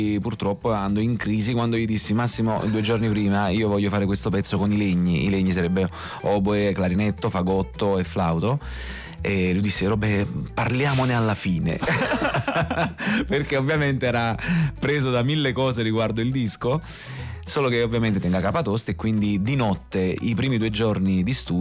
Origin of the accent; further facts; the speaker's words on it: Villaricca, Campania, Italy; sono di Villaricca, che è in provincia di Napoli